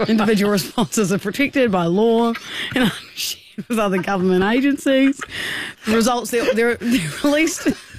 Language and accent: English; New Zealand; now in Australia; But remember, I'm from New Zealand.